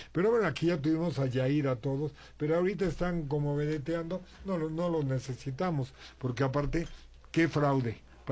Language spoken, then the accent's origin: Spanish; Mexico; a mí no me representa como mexicano ni como ser humano.